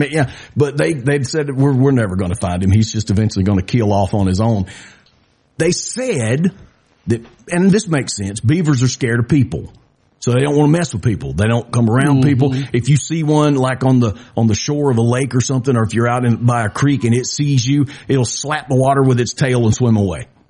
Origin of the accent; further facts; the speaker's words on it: Mississippi, United States; It's just weird to me because, you know, we come from a place like Pancake and I grew up in Mississippi.